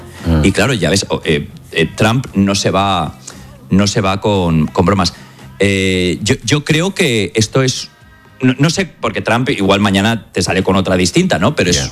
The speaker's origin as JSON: {"language": "Spanish", "region": "Valencian Community", "country": "Spain"}